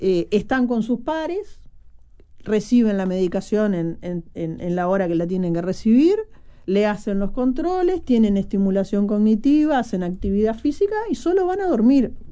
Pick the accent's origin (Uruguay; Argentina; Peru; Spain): Uruguay